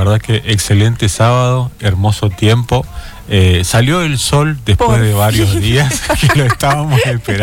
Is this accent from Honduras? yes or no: no; Chaco, Argentina; somos chaqueños y el frío nos cuesta.